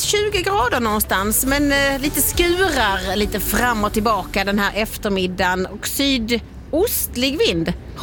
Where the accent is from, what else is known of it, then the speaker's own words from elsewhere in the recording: Skåne, Sweden; jag är ju skåning från början och har varit skåning hela livet.